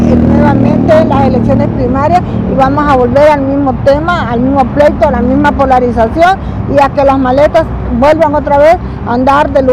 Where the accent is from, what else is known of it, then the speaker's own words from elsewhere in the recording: Honduras; como hondureños, y como hondureña especialmente